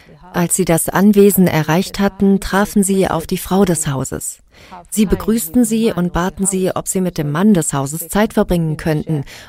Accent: Mombasa, Mombasa County, Kenya; Ich bin in Mombasa aufgewachsen und wir haben immer problemlos mit den Muslimen zusammengelebt.

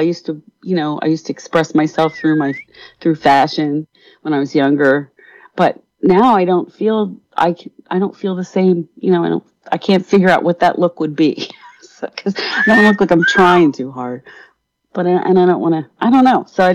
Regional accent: Philadelphia, Pennsylvania, United States; The radio show where I grew up in Philly called it Gonzo Friday

